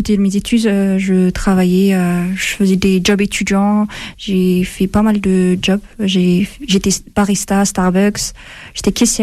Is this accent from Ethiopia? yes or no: yes; Ethiopia; French is a second language; now in France